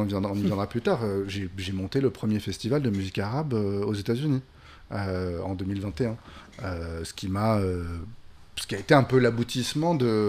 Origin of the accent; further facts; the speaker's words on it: France; now in Tunisia; je suis français aussi, mais je suis tunisien, je suis là depuis un an, j'apprends l'arabe parce que je l'ai jamais parlé à la maison